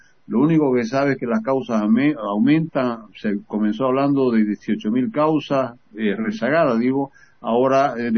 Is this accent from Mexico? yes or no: no; Bolivia; No somos serios los bolivianos